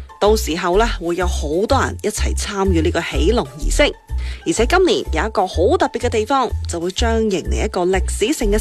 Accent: Foshan, Guangdong, China; born or raised there

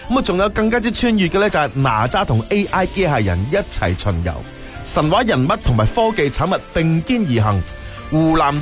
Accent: Foshan, Guangdong, China; 已经唔淨止系我哋佛山人自己嘅秋色啦

